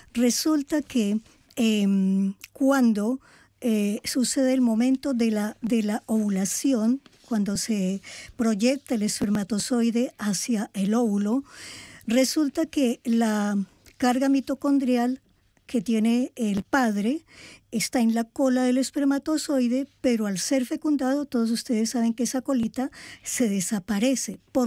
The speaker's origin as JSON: {"language": "Spanish", "country": "Colombia", "said": "Yo soy colombiana y me fui a buscar mis raíces maternas en el Huila"}